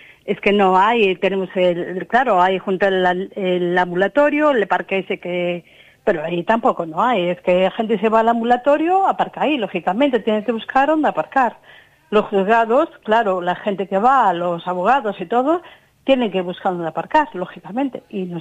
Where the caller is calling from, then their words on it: Pontevedra, Galicia, Spain; Yo os llamo de Pontevedra, de la avenida Conde de Bugallal.